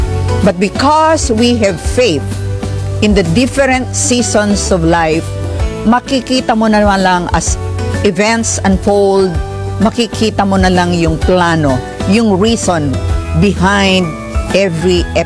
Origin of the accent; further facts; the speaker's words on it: Piat, Cagayan Valley, Philippines; Meron pang isa sa amin, yung pinanggalingan ko, Our Lady of Piat.